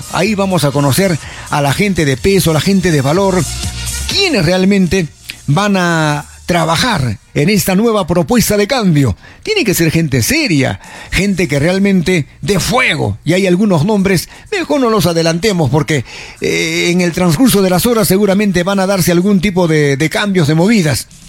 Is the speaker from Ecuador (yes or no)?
no; Peru